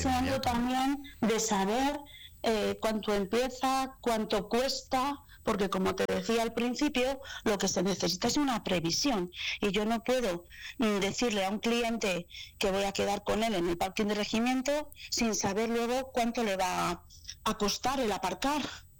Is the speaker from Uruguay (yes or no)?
no; Segovia, Castile and León, Spain; nosotros, los guías de Segovia, somos vecinos